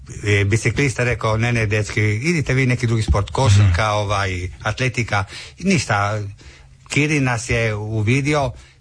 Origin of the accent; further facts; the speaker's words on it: Pula, Istria County, Croatia; born there; 93. smo, pošto smo rođeni u Puli, smo dali zahtjev i imamo mi hrvatsko državljanstvo.